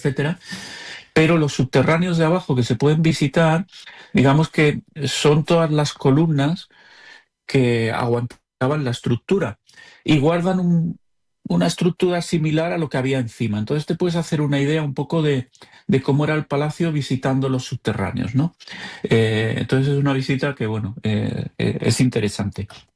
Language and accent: Spanish; Tarragona, Catalonia, Spain; Y le iba a decir, es que soy de Tarragona, ¿sabes?